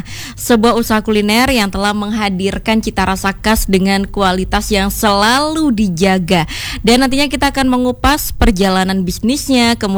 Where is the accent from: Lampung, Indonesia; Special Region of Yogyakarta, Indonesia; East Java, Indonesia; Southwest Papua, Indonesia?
East Java, Indonesia; Singosari; Iya, saya juga orang Singosari.